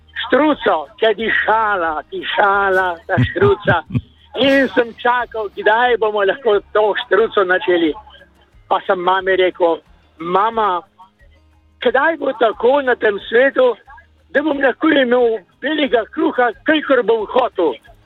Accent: Coastal–Karst, Slovenia; V glavnem smo jedli polento, jaz sem doma z Koprskega.

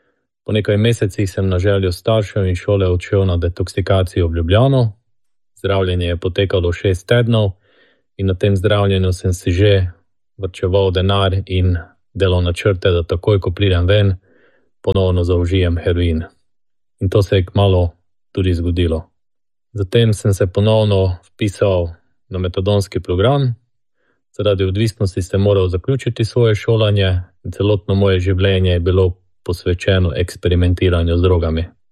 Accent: Mura, Slovenia; now in Maribor, Slovenia; z družino živimo v Mariboru, odraščal sem pa v Prekmurju

